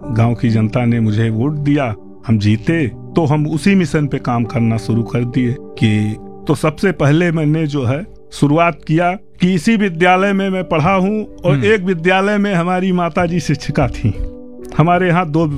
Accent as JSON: {"language": "Hindi", "town": "Sangwa", "region": "Uttar Pradesh", "country": "India", "tie": "born or raised there", "said": "संगवा के ही निवासी हैं"}